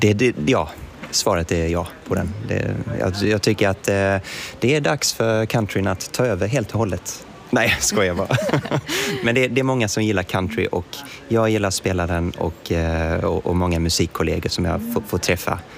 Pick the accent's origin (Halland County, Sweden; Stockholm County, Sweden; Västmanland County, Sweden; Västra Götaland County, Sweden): Halland County, Sweden; som hallänning